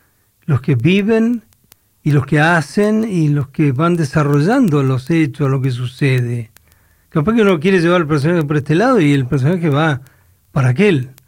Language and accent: Spanish; Caleta Olivia, Santa Cruz, Argentina; also born or lived in Comodoro Rivadavia, Argentina / Pico Truncado, Argentina; Nací en Comodoro y me crié en Caleta. Y Truncado porque trabajé varios años ahí, así que tengo parte de mi corazón también en ese lugar.